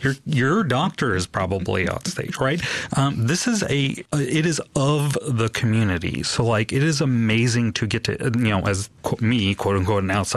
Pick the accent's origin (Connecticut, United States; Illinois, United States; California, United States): California, United States; I grew up in the Bay Area, and, my local symphony was the San Francisco Symphony.